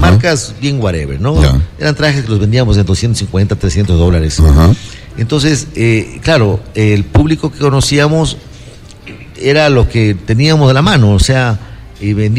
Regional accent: Ecuador; me decía que me ponga una tienda en Ecuador, porque sabía que era ecuatoriano.

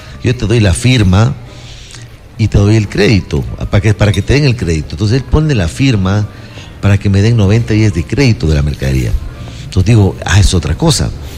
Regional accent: Ecuador; me decía que me ponga una tienda en Ecuador, porque sabía que era ecuatoriano.

